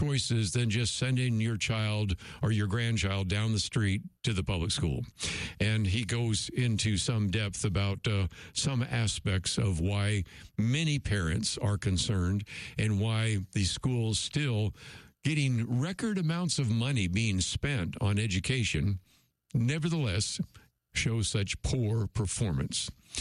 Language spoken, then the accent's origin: English; the Bay Area, California, United States; I grew up in the Bay Area